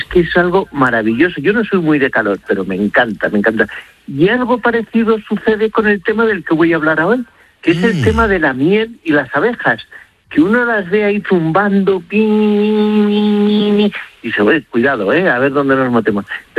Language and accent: Spanish; Castile and León, Spain; ella era de Genostiaco y él era de cerca de mi pueblo, era de Piedrahíta, de al lado